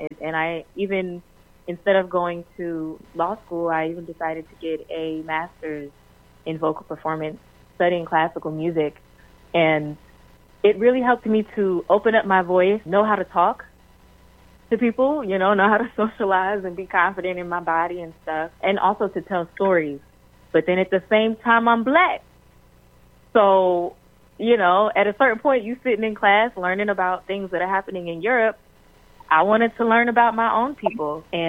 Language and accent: English; High Point, North Carolina, United States; you know, like you said, and I am from High Point. I am from High Point. But my family and I are actually transplants. Both of my parents are actually out of Pendleton, South Carolina. So real country living.